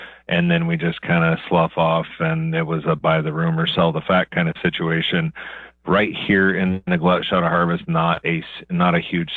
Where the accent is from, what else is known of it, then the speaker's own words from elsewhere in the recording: Kansas, United States; This is something that, you know, where I grew up in Western Kansas, it was kind of a regular thing.